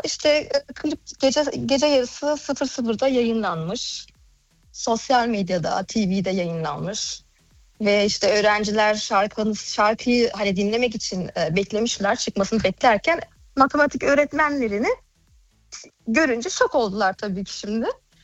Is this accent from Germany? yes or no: yes; Germany; Evet, Almanya'da doğdum. Almanya'da büyüdüm.